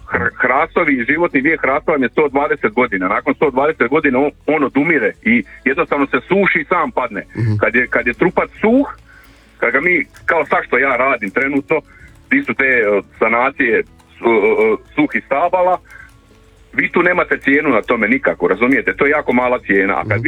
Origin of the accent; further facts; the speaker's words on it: Vinkovci, Vukovar-Srijem County, Croatia; Ja sam inače iz Vinkovaca, trenutno radim u Sisku na terenu.